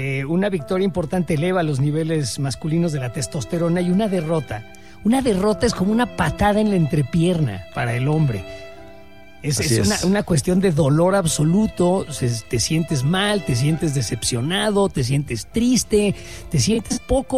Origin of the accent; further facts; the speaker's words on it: Mexico; Somos mexicanos y vamos como mexicanos a una cuestión que es, y no nos hagamos güey, es una sublimación de la guerra.